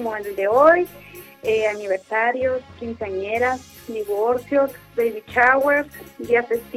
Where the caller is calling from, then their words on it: Mexico; De acá, de Labrán González.